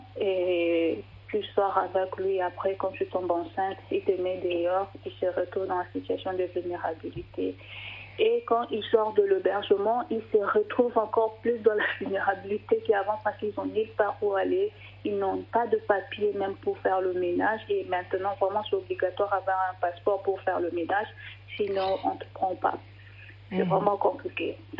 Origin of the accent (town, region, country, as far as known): DR Congo